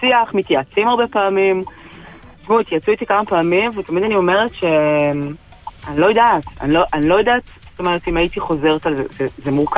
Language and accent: Hebrew; Tel Aviv, Tel Aviv District, Israel; now in Jerusalem, Israel; כי תל אביבית במקור לגמרי.